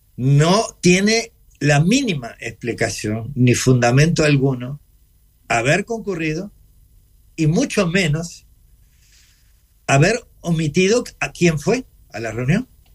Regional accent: Uruguay; Yo soy ciudadano de la República Oriental del Uruguay

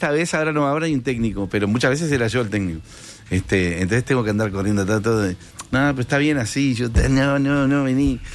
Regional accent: Canary Islands, Spain; Digo, dale, somos 7 canarios, le digo, vamos a mover esto.

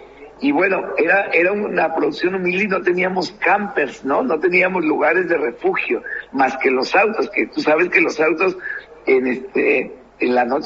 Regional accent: Mexico; accent: Mexican; moved away as an adult; also born or lived in Paysandú, Uruguay; now in Salto, Uruguay; como inmigrante, a mí personalmente me ha beneficiado mucho mantener el acento mexicano, ¿sabes?

